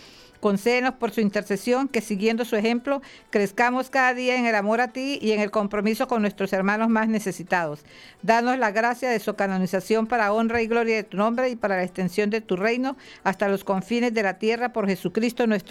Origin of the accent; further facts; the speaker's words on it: Arauca, Colombia; un compromiso que tenemos todos los araucanos